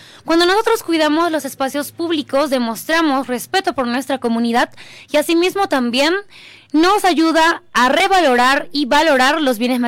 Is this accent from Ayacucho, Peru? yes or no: yes; Coracora, Ayacucho, Peru; nuestra tierra Coracora es un lugar ubicado en la provincia de Parinacochas, en la región Ayacucho. Nuestro pueblo se caracteriza por sus diversas costumbres, tradiciones, historias y sobre todo por la amabilidad de las personas.